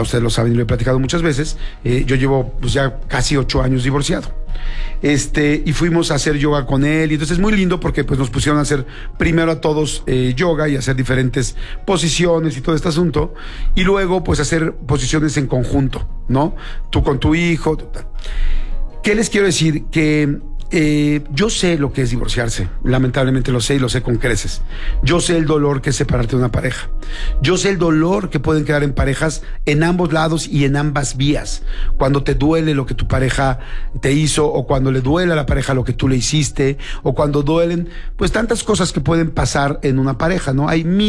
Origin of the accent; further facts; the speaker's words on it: Mexico; los que somos tradicionales mexicanos